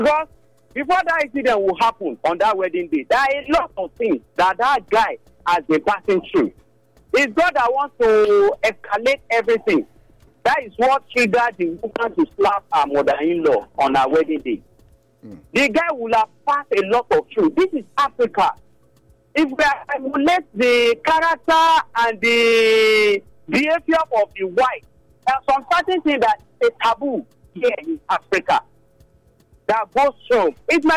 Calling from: Papua New Guinea; Hello, my name is … I'm calling from New Guinea.

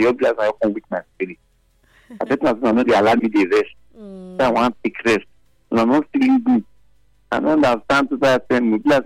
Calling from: Ogida, Edo, Nigeria

